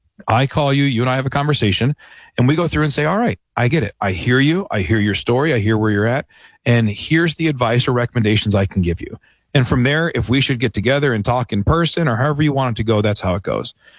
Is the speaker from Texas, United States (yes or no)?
no; Michigan, United States; also born or lived in Dover, Delaware / Fort Benjamin Harrison, Indiana; I was born on the Dover Air Force Base in Dover, Delaware, moved to Fort Benjamin Harrison, Indiana at 9 months old, and moved to Michigan when I was four.